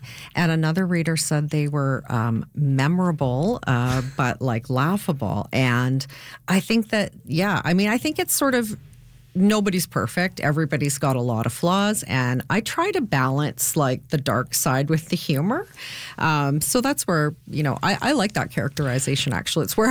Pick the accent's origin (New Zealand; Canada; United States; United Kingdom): Canada; Winnipeg, Manitoba; now in Waterloo Region, Canada; I'm from Manitoba, I'm from Winnipeg.